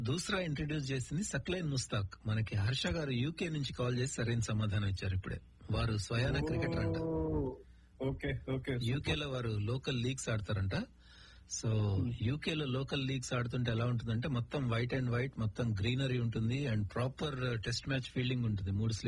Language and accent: Telugu; Khammam, Telangana, India; moved away; మా సొంత ఊరు ఖమ్మంలో రెండు థియేటర్స్ ఉంటాయి, ఒకటి వినోద థియేటర్ ఒకటి శ్రీనివాస థియేటర్.